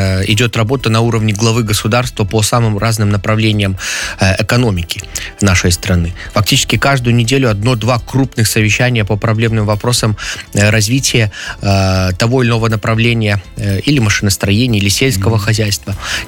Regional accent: Belarus; чтобы мы, белорусы, жили на своей земле по своим законам

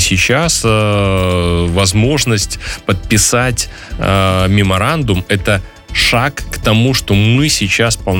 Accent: Belarus

